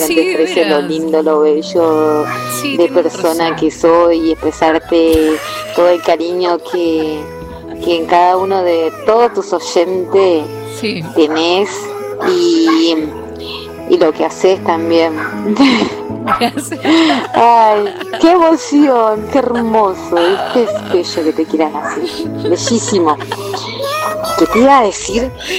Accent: Jujuy, Argentina; una jujeña como yo.

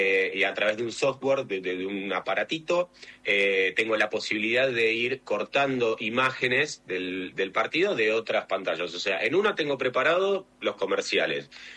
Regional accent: Buenos Aires, Argentina; Ahora estoy en mi casa y soy de Buenos Aires

